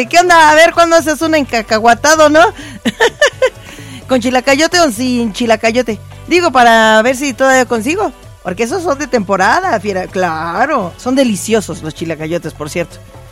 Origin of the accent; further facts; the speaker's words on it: Mexico; En México comemos delicioso, ¿se dan cuenta?